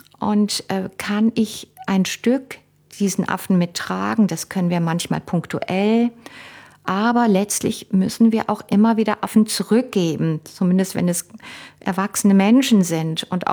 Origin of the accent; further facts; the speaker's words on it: Cologne, North Rhine-Westphalia, Germany; zum Beispiel für mich als Kind in Köln aufgewachsen, der Karneval, dass ich als Kind mich nicht verkleiden durfte